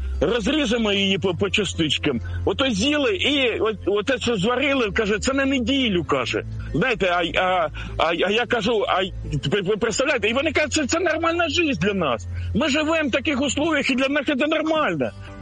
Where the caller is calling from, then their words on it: Kharkiv, Kharkiv Oblast, Ukraine; я із Харкова вас безпокою.